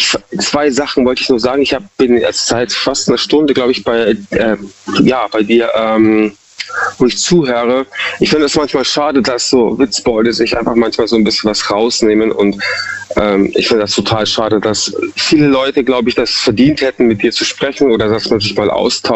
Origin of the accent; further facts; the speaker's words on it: Munich, Bavaria, Germany; now in Freiburg, Germany; Also ich bin ursprünglich aus Bayern, mhm. Ja, Münchner Kindl.